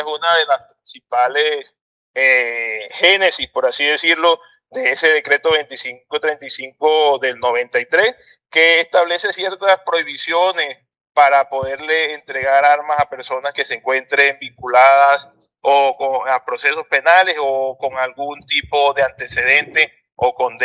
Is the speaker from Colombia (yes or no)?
yes; San Juan del Cesar, La Guajira, Colombia; mi pueblo natal querido como lo es San Juan del Cesar.